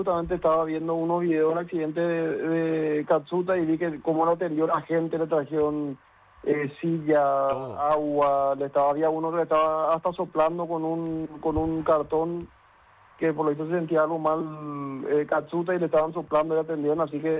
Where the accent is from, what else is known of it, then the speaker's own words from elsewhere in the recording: Paraguay; como paraguayo nunca hay que rendirse y siempre sacar el pecho y salir adelante